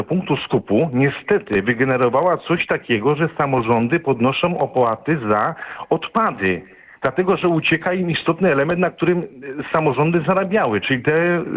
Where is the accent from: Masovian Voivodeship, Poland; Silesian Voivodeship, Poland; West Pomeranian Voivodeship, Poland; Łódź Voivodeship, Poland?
Łódź Voivodeship, Poland; Łódź; Tak, jestem z Łodzi, jestem użytkownikiem